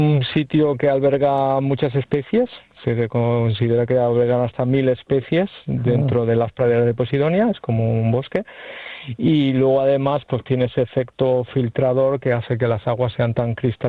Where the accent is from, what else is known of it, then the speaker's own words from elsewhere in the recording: Formentera, Balearic Islands, Spain; born there; Bueno, yo nací en Formentera, ¿vale? Que es, bueno, la isla donde estáis ahora, en el Mediterráneo.